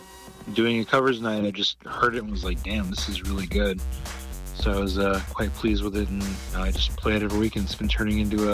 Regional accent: Portland, Oregon, United States; I like my hometown.

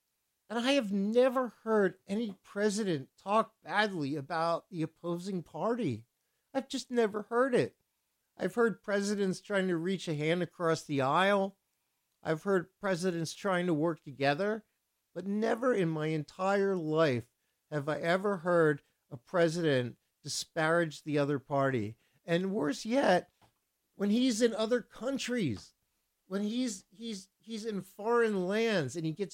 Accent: United States; I am an American on BFF.FM.

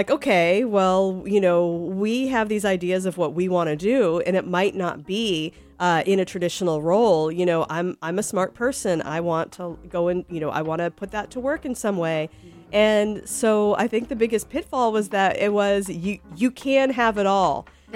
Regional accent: East Coast, United States; and I'm from the East Coast.

